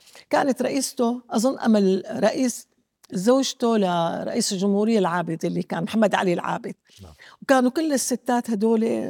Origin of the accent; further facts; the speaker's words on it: Syria; رجعنا هيك رجعت الفرحة لقلبنا أنه نحن سوريين ما عدنا يعني قبل زمان زمان زمان كنت وين ما رحت أنت سوري.